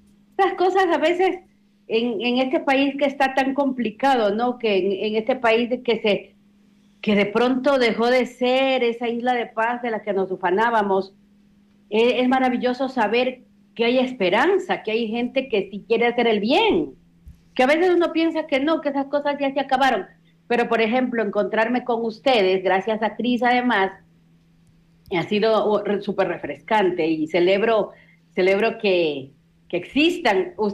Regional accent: Guayaquil, Guayas, Ecuador; moved away as an adult; also born or lived in Quito; now in Cuenca, Ecuador; Pero yo soy guayaquiteña, yo nací en Quito, me crié en Guayaquil, y a los 30 años me fui a Quito de nuevo por 30 años, sí, y estuve ahí hasta agosto del 2025, que nos mudamos con mi esposo a Cuenca, pero yo hablo los dos idiomas.

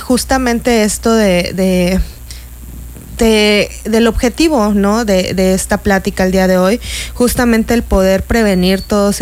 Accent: Mexico; como los mexicanos somos como tan apapachadores, tan, tan cálidos

